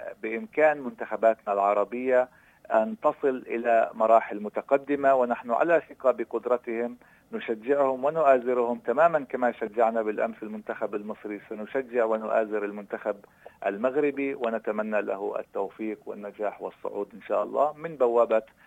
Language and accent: Arabic; Palestine